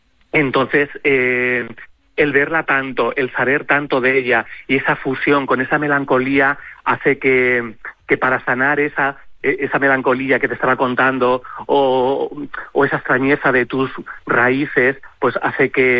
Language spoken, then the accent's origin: Spanish; Spain